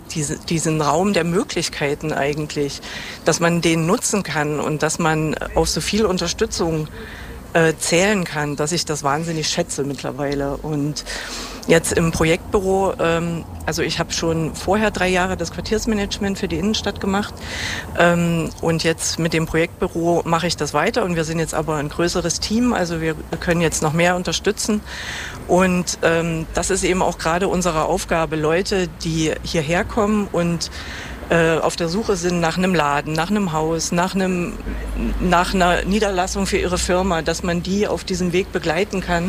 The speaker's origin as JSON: {"language": "German", "town": "Zeitz", "region": "Saxony-Anhalt", "country": "Germany", "tie": "born or raised there", "said": "Ich bin in Zeitz aufgewachsen, also ich habe auch die Erinnerung noch an das alte Zeitz"}